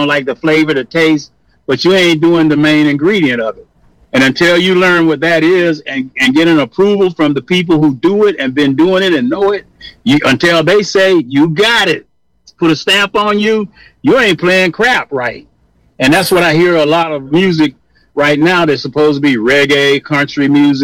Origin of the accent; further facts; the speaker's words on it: Kissimmee, Florida, United States; It's kind of bringing me back to when I grew up in Kissimmee, Florida, and I had colored water.